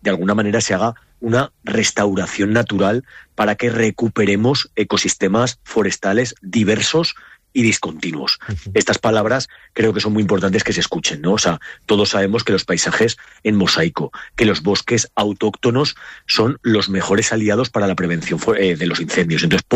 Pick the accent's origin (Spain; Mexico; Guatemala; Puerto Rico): Spain; Aragon; Yo vengo de Aragón